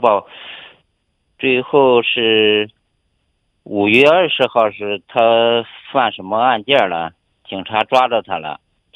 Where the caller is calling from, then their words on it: Henan, China; 我就是河南的，来新疆自驾游